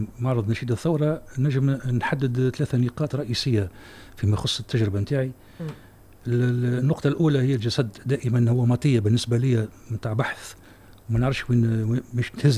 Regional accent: Tunisia; عندنا في تونس

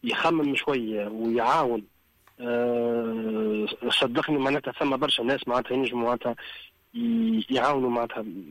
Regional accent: Tunisia; moved away; also born or lived in New York; أنا مانيش كنت دياسبورا، أنا تونسي. حتى كان مولود معناتها في النرويج ولا في كندا تونسي.

